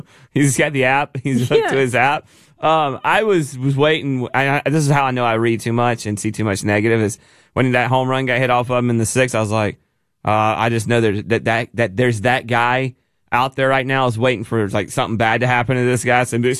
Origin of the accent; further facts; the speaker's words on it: United States; I'm from Pawnee County